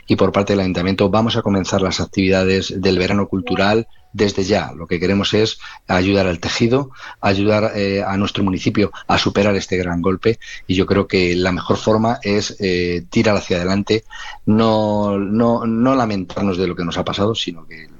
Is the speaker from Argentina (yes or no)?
no; Castile and León, Spain; Nosotros, los que somos de Navalonga, navalongueños, hablo de mi pueblo ahora